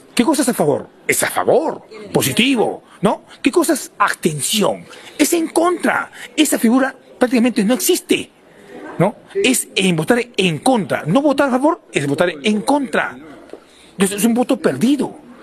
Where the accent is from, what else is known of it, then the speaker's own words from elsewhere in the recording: Chosica, Lima, Peru; Y no me voy porque soy chosicano. Yo sigo trabajando por mi pueblo.